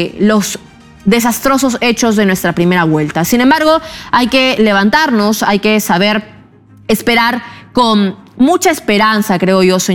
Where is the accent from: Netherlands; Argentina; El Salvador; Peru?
Peru